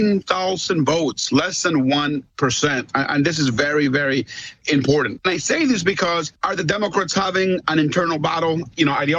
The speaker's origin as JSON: {"language": "English", "country": "Venezuela", "lives_now": "United States", "said": "Look, I think I'm Venezuelan American. I flew Venezuela under a socialist government. So I understand socialism very, very well."}